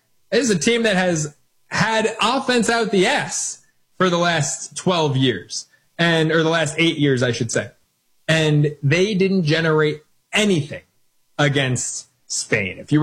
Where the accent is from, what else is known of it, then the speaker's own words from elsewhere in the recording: New York, United States; now in Los Angeles, United States; I'm from New York. I live in Los Angeles now, but I'm a New Yorker.